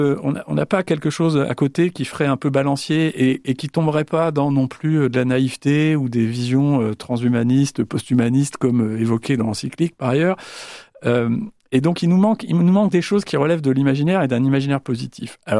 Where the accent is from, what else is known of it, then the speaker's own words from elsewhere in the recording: France; ceux qu'on utilise chez nous, en France ou en Europe